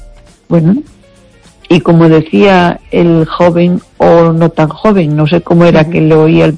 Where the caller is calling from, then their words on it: Baiona, Galicia, Spain; de Bayona.